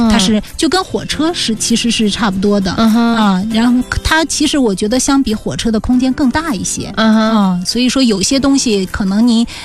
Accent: Dalian, Liaoning, China; 我是大连人。

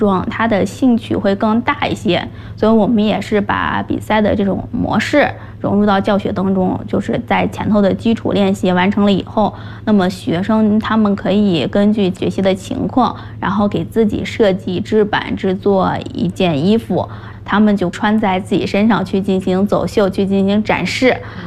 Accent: Beijing, China; 我其实是一个从小在北京长大的，在北京上学

